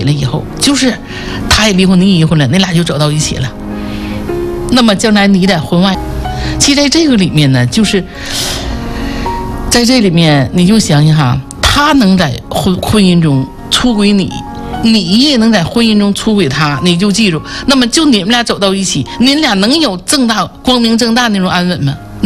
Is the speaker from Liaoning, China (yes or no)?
yes; Jinzhou, Liaoning, China; accent: Northeastern (Dongbei); 我们东北人叫割了瓣哈，锦州人哈